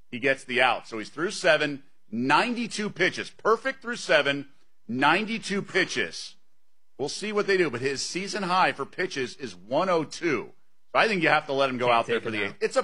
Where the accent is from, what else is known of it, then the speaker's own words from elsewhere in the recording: Los Angeles, California, United States; now in Las Vegas, United States; Enjoy my hometown of L.A. I'll continue to enjoy Las Vegas.